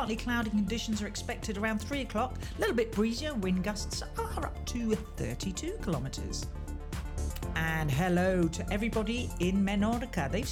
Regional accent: London, United Kingdom; now in Spain; What's happening back in on the outskirts of London? Well, my hometown.

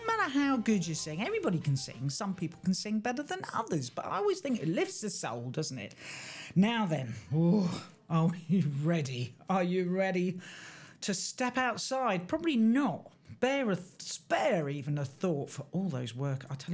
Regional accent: Windsor, South East England, United Kingdom; moved away; I thought I'd go to my hometown. I'm quite posh, you see. I'm from Windsor.

